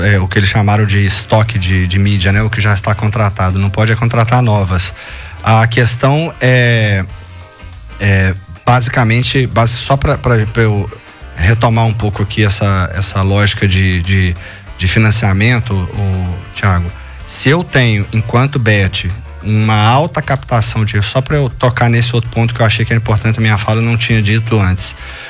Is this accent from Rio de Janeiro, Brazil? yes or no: yes; Rio de Janeiro, Brazil; eu sou carioca